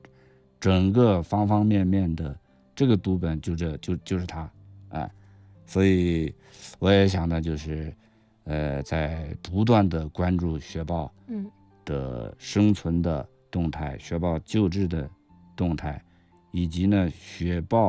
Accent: Qinghai, China; 我们青海人的这个自信

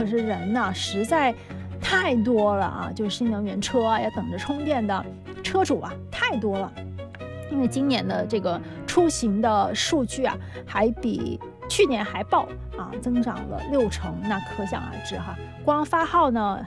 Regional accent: Guangdong, China; 我们广东人

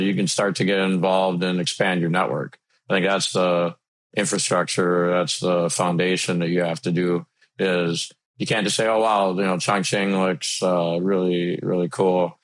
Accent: Minneapolis, Minnesota, United States; You know, I'm from Minnesota, so Minneapolis, St. Paul, our consulate is Chicago.

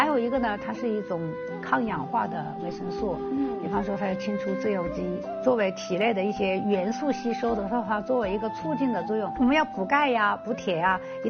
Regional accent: southern China, China; 我在非常炎热的南方长大，

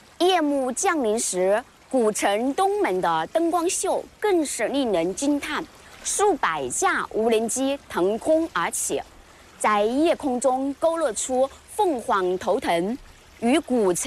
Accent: Jingzhou, Hubei, China; 作为土生土长的荆州人

